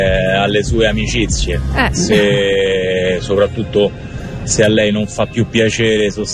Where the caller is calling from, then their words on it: Rome, Lazio, Italy